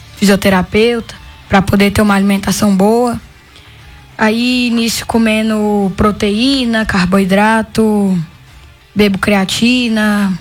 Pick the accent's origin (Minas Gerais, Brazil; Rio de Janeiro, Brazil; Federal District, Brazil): Federal District, Brazil; Brasília; Sou de Brasília.